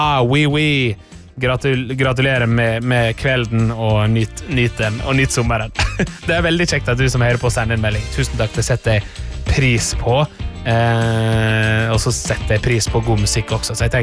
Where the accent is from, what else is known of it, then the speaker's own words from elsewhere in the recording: Møre og Romsdal, Norway; Vi kan ta Mai-Britt, som har skrevet hei fra Kjørvåg. Det er ganske nærme der jeg kommer fra, født og oppvokst.